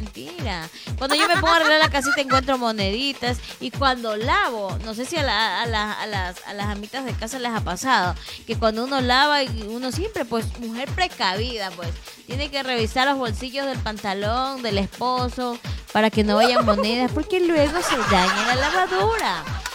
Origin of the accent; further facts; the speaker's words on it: Ecuador; los ecuatorianos tenemos unas costumbres que nunca fallan